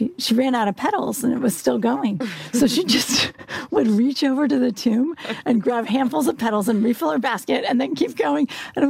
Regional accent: United States; we're American people.

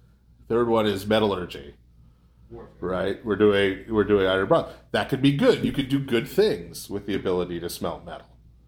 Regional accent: United States; born there; I'm using we in the I was born in America sense.

